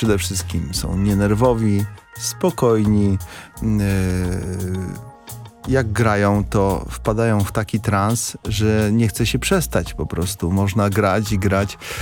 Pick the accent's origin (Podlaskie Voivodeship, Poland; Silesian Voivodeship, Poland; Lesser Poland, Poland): Lesser Poland, Poland; oni są góralami spod Kazbeku, my spod Giewontu.